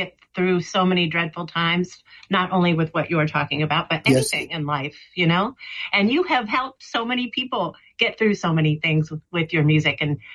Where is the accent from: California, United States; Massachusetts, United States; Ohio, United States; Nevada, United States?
Ohio, United States; Mount Vernon; Well, you're headed over to where I grew up, my hometown, Mount Vernon, Ohio.